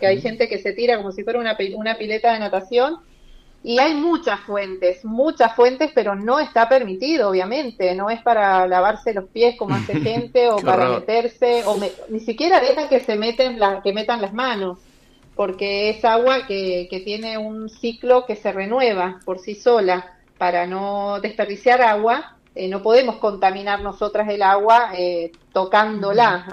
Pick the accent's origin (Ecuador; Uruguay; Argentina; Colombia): Argentina; Mendoza; moved away as an adult; now in Rome, Italy; Soy mendocina pura, de pura cepa.